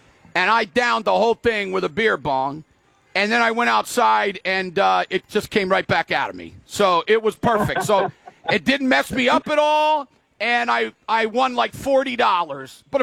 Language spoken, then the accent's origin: English; Maryland, United States; I come from Maryland, and I am the scholar athlete of the entire state.